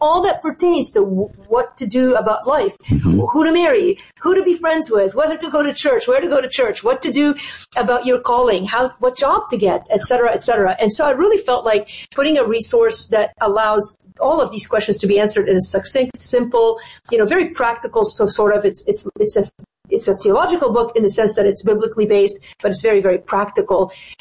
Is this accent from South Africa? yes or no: no; Lebanon; now in Chicago, United States; the Middle East, which is where I'm originally from. I grew up in Lebanon.